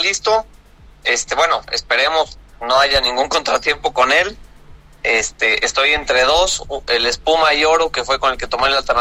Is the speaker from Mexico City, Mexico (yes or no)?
no; Zacatecas, Mexico; now in Querétaro, Mexico